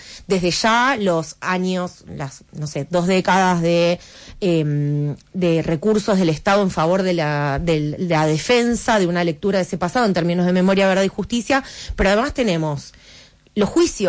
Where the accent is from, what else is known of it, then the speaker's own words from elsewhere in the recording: Adrogué, Buenos Aires Province, Argentina; born there; Yo vivía en Adrogué.